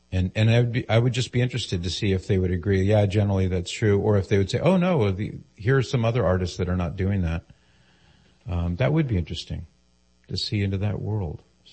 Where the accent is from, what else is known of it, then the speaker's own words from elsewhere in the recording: California, United States; This is when I grew up in Southern California.